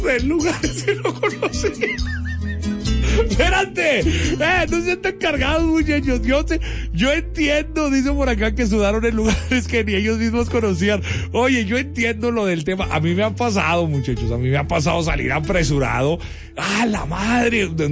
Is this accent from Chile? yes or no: no; Mexico; Pero digo yo, nosotros como mexicanos, muchachos